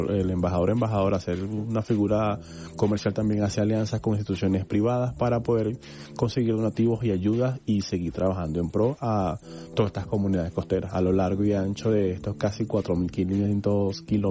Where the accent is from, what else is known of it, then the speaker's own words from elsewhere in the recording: Venezuela; como venezolano, en creer en este país